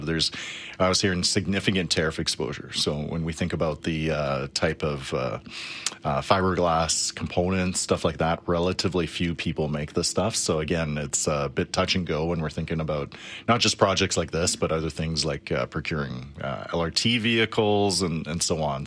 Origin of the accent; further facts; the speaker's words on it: Calgary, Alberta, Canada; because I grew up in Northeast Calgary, like, so I'm very interested in what's happening here, particularly because I was there every week as a kid.